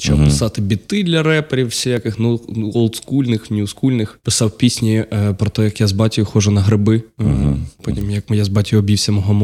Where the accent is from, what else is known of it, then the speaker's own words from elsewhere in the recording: Boryslav, Lviv Oblast, Ukraine; Так, я родом з Борислава.